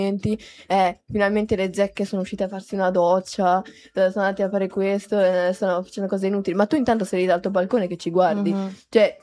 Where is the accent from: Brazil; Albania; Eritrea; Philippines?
Eritrea; now in Switzerland; nel mio paese, in Eritrea